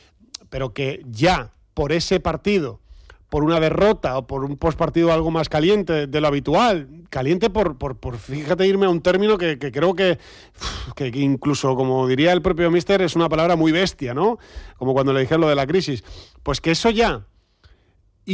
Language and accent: Spanish; Andalusia, Spain; Ya no voy a hacer el argumento un poco vacuo de que somos andaluces y de que, pues verdaderamente somos andaluces